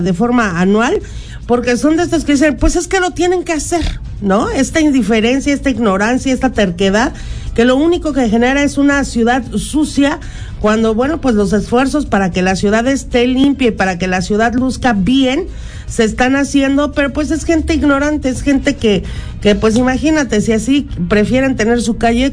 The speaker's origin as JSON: {"language": "Spanish", "country": "Mexico", "also_born_or_lived": "Lindavista, Mexico City, Mexico", "said": "lo cochinotes que somos los mexicanos"}